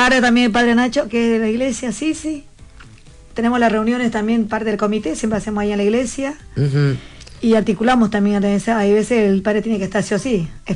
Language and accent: Spanish; Bolivia